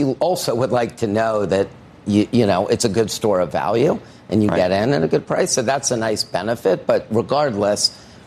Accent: Baltimore, Maryland, United States; born there; the Orioles, which was my hometown team

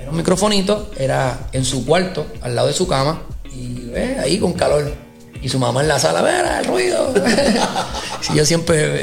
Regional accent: Gurabo, Puerto Rico; Yo me crié en Gurabo, en la calle 3 de la urbanización O'Reilly

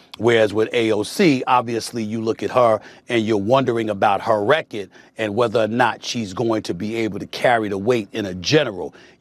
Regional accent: New York, United States; as a New Yorker

